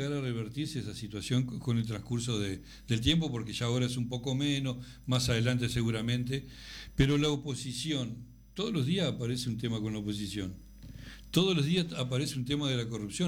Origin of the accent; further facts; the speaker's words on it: Artigas, Uruguay; Yo soy de Artigas, viajo prácticamente toda la semana